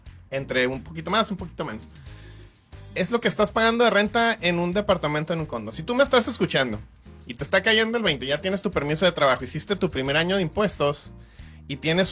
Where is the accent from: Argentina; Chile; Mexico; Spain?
Mexico; now in United States; En mi país, yo vengo de México